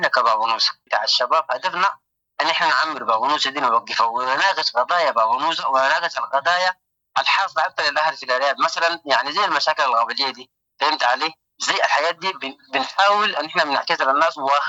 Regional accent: Sudan

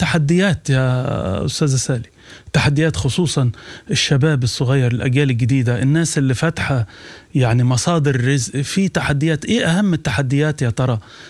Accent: Sudan; دون تفريق، دون تفريق، أنت سوداني وأنا سوداني ونحن في محنة

